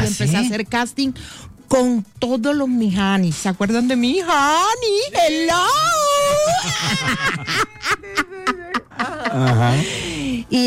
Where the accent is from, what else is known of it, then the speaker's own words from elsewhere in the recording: Planeta Rica, Córdoba, Colombia; De Planeta Rica, Córdoba.